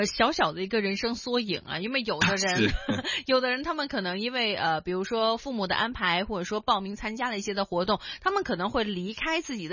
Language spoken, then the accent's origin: Chinese; Hong Kong; first language Cantonese; Chinese is a second language; 我在香港长大，所以呢有很长的一段时间呢，就是暑假的一段时间，就是父母是因为看不过去了，因为感觉孩子只说广东话，一点普通话都不会